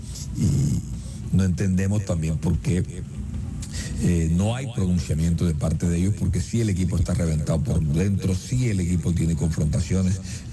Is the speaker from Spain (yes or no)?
no; Colombia